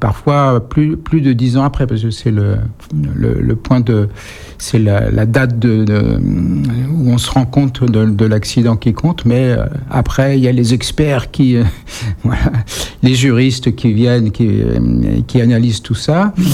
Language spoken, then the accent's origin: French; Saint-Mandé, Île-de-France, France; born there; Je suis né dans le Val-de-Marne, ah oui, donc bah, à Saint-Mandé.